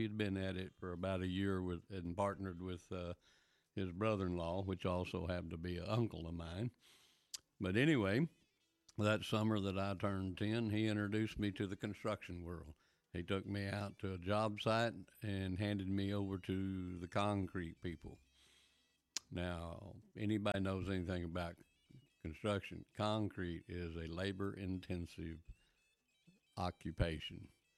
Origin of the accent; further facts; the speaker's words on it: Lubbock, Texas, United States; my hometown of Lubbock, Texas